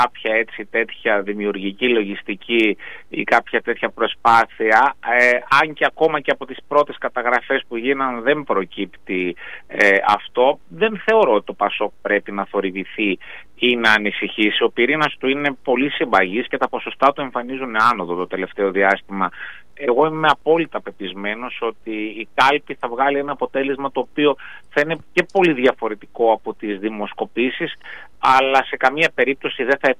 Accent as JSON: {"language": "Greek", "town": "Thessaloniki", "region": "Central Macedonia", "country": "Greece", "tie": "born or raised there", "said": "μια δημοσκόπηση στη Θεσσαλονίκη που έγινε στην πατρίδα μου"}